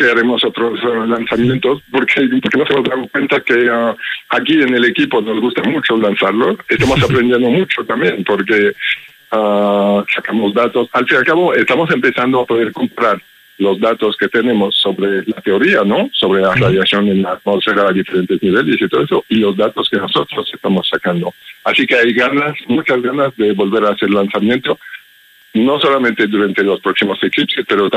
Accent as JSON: {"language": "Spanish", "country": "Belgium", "second_language": "Spanish", "lives_now": "Spain", "said": "lo notas con mi acento, ¿no? Soy extranjero, soy belga. En Bélgica hay muchísima contaminación lumínica y hay nubes todo el tiempo."}